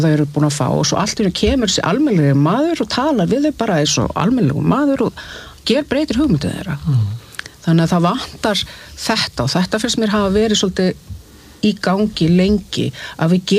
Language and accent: Icelandic; Massachusetts, United States; Icelandic is a second language; moved away; also born or lived in Washington D.C. / Minnesota; Þannig að ég ólst upp í Massachusetts, móður mín var frá Massachusetts og svo lærði ég fyrst í Georgetown í Washington D.C. og svo flutti ég til Minnesota nokkrum árum setna og bjóð þar í 20 ár.